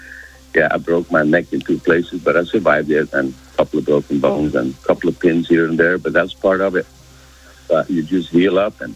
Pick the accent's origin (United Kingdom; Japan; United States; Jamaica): United Kingdom; Northern Ireland; now in Belgium; We come from Northern Ireland, but we started the business in Belgium long time ago in the 70s